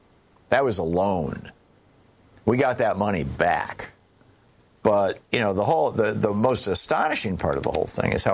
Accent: Lansing, Michigan, United States; I remember George Fish at SDS when I was growing up in Lansing, Michigan, or in East Lansing at MSU.

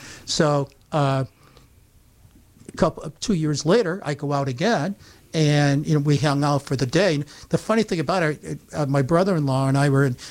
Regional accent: Utica, New York, United States; born there; And he goes, "Well, I'm from Utica." And this guy, we were born in the same hospital.

